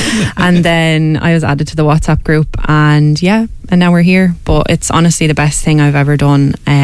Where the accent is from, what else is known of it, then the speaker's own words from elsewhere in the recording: Dublin, Leinster, Ireland; moved away as an adult; I moved down here about 2 years ago with my fiance, and I'm originally from Dublin